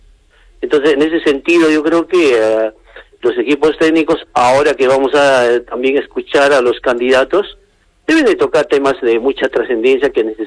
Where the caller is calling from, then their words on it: Tipán, Arequipa, Peru; Saludar siempre desde el paraíso natural de Tipán.